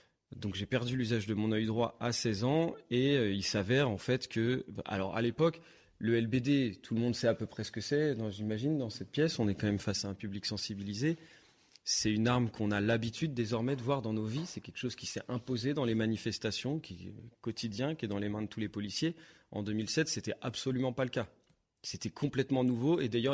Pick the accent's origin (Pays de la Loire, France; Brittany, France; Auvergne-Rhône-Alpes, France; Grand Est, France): Pays de la Loire, France; Nantes; Je suis nantais